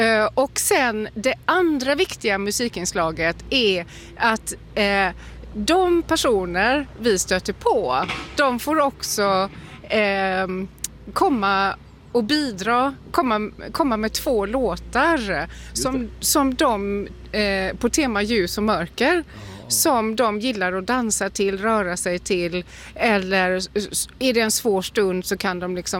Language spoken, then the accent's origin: Swedish; Karlskrona, Blekinge, Sweden; jag är uppvuxen här i Karlskrona